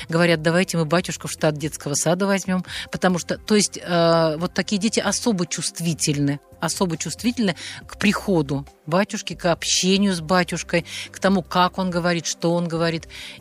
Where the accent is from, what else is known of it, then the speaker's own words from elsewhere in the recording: Belarus; Мы, кстати, тоже с Белоруссии.